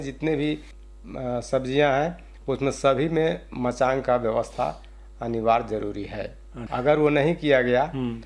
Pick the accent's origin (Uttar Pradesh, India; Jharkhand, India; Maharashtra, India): Jharkhand, India; Daltonganj; आज जनरली बाज़ार व्यवस्था तो वैसे मेरा शहर डाल्टनगंज है